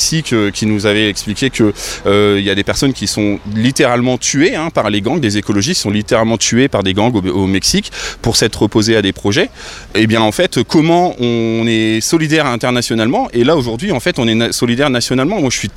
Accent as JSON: {"language": "French", "town": "Oisy-le-Verger", "region": "Hauts-de-France", "country": "France", "tie": "born or raised there", "also_born_or_lived": "Douai", "said": "Moi, je suis né à Douai, mais j'ai fait de 6 ans à 22 ans à Oisil-Verger, j'ai habité ici, donc je connais bien, c'est ma coin, comme on dit."}